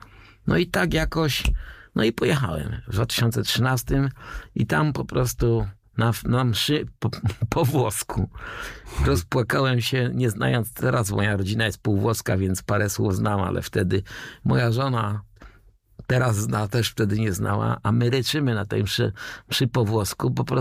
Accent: Częstochowa, Silesian Voivodeship, Poland; człowiek urodzony od wielu pokoleń, rodowity częstochowianin

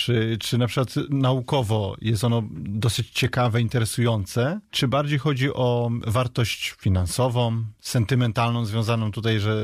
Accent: Bystrzyca Kłodzka, Lower Silesian Voivodeship, Poland; born there; ja jestem urodzony w Bystrzycy Kłodzkiej

